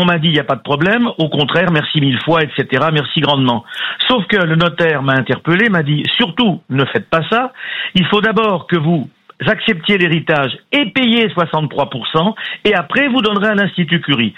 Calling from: Juan-les-Pins, Provence-Alpes-Côte d'Azur, France; je vous appelle de Jouan-les-Pins.

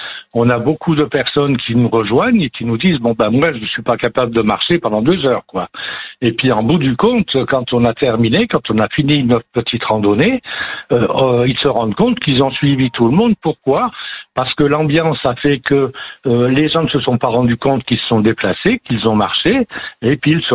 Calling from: Jarny, Grand Est, France; je suis en Meurthe-et-Moselle, sur Jarny

